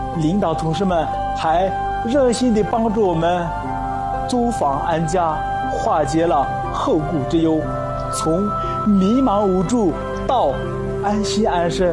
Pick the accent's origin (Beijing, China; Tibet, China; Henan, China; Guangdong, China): Tibet, China; Lhatse; 我的家乡拉孜县芒古乡距震中仅70公里，我家的房子在地震中倒塌了